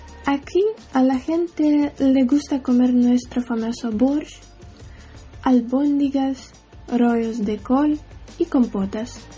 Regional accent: Kirovohrad Oblast, Ukraine; Spanish is a second language; de ahí que me gustaría contaros sobre mi tierra natal. La región de Kirovograd es una de las regiones más jóvenes del centro de Ucrania

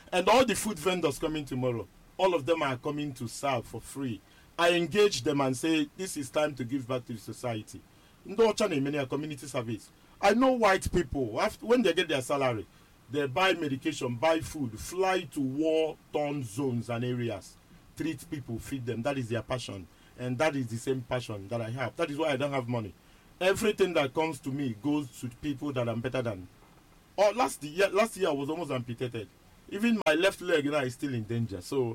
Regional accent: Nigeria; I am a Nigerian.

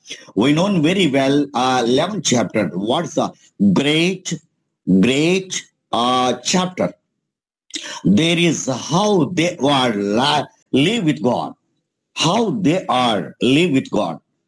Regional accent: India; So I'm from India.

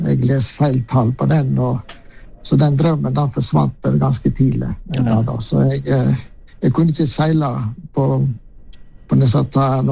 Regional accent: Kinsedal, Vestland, Norway; jeg vokste opp i Kinsedal, en liten grend på Sørsia, ja. Så lustringen kanskje ikke alle kjenner, men det var jo der jeg hadde min første år, ja.

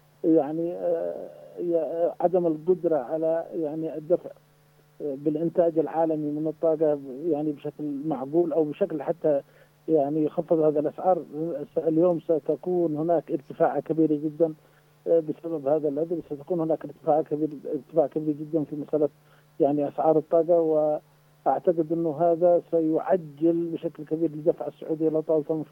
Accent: Yemen; إحنا كيمنيين

